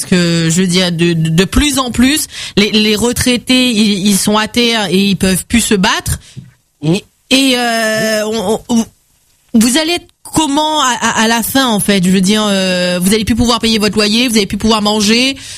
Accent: France; on est français

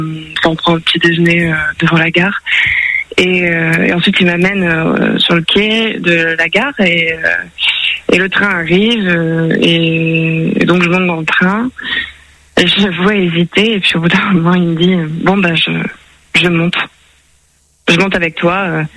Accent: Hauts-de-France, France; Donc c'est des montagnes de charbon dans le Nord-Pas-de-Calais. Moi, je viens du Nord-Pas-de-Calais.

